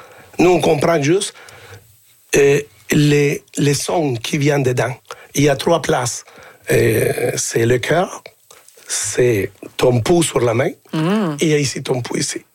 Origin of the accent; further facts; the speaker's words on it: El Salvador; now in Sherbrooke, Canada; je suis un salvadorien.